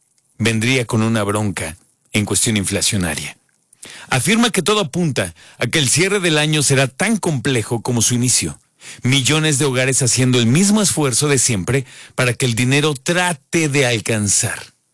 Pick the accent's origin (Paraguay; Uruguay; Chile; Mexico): Mexico; como mexicanas y mexicanos